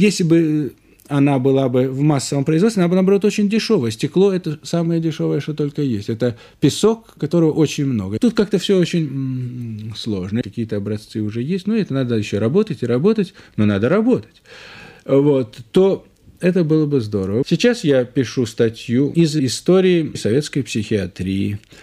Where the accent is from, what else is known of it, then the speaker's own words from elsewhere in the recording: Saint Petersburg, Russia; я родился в Ленинграде, моя мать и бабушка родилась в Ленинграде с материнской стороны. Отец мой, правда, родился в Крыму, но в молодом возрасте приехал в Ленинград. И так что, конечно, действительно, я ленинградец и не мыслю себя совершенно в другом городе.